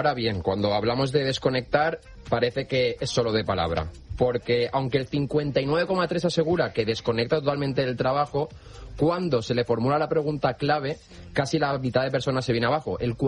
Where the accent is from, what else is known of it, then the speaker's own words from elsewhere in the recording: Spain; los españoles creemos que somos muy diferentes